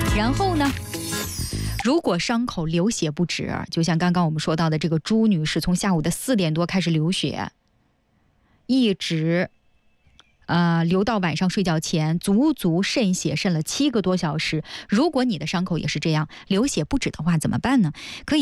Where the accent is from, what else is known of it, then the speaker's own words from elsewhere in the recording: Northeast China, China; moved away; 毕竟我是个东北人